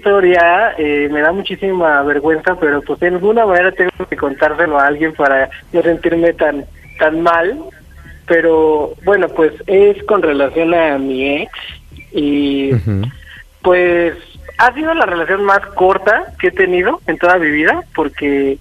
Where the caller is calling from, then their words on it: Mexico City, Mexico; Soy de aquí, de la Ciudad de México